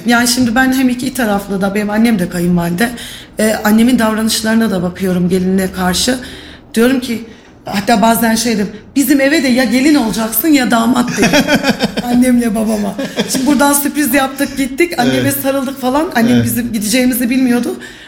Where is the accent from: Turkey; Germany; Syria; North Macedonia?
Turkey; Kayseri; born or raised there